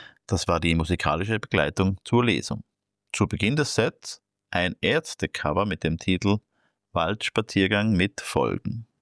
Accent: Upper Austria, Austria; wir sind beide vom Land, Niederösterreich, Oberösterreich.

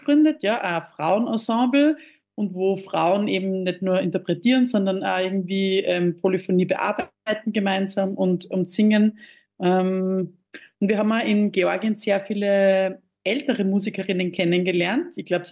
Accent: Styria, Austria; Also ich komme aus der Obersteiermark

